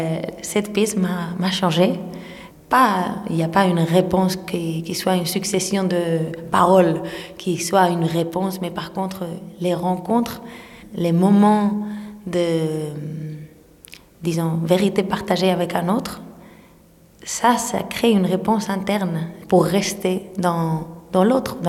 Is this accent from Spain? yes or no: yes; Spain; French is a second language; je suis metteuse en scène, dramaturge et actrice. Et je suis espagnole.